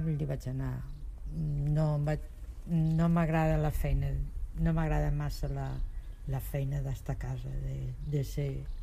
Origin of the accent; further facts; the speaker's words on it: Ginestar, Catalonia, Spain; moved away as an adult; Jo sóc de Ginestar, vaig néixer aquí i vaig viure aquí fins als 50 anys. Vull dir, vaig estar molts anys aquí